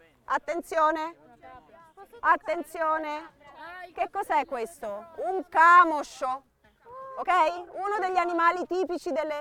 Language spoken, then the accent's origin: Italian; Todi, Umbria, Italy; also born or lived in Perugia; Sono nata fisicamente a Perugia, in Umbria, ma sono cresciuta e vissuta a Todi, nelle colline di Todi, nel centro dell'Umbria.